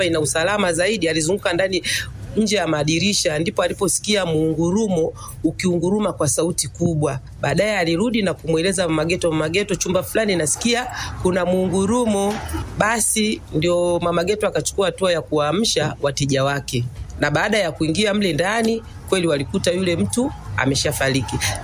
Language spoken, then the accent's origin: Swahili; Bunda, Mara, Tanzania; natoka kata ya Bunda mjini, mtaa wa Nyerere.